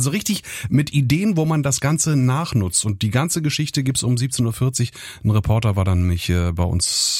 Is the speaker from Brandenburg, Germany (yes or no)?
yes; Brandenburg, Germany; Ich bin ja im Brandenburgischen groß geworden und da haben wir drin als Kinder wirklich drin rumgeturnt.